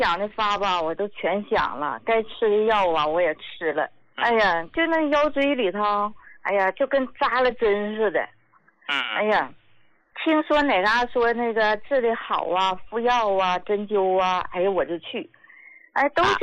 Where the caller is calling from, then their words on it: Shaanxi, China; 我是陕西人